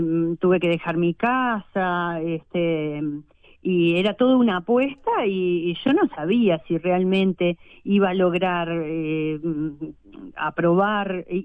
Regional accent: Rocha, Uruguay; now in Minas de Corrales, Uruguay; Porque originalmente vine de Rocha para acá para estudiar justamente.

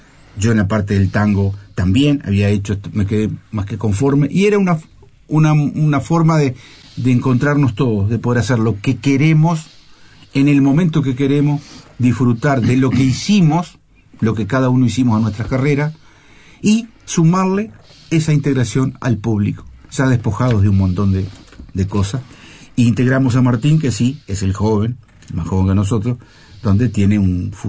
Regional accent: Ombúes de Lavalle, Colonia, Uruguay; moved away; Yo me crié en Ombú de la Valle, en el cual la música que consumía era argentina.

